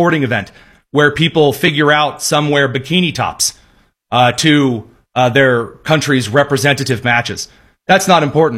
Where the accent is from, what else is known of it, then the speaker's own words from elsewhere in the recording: United States; It's so hard as an American not to appreciate this.